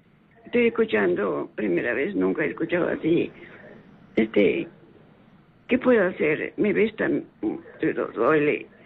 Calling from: Lima, Peru; Acá cerca de Lima.

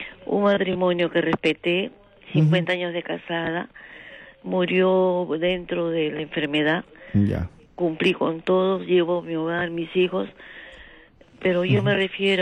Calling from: Callao, Peru; Aló, la Gloria, el Callao.

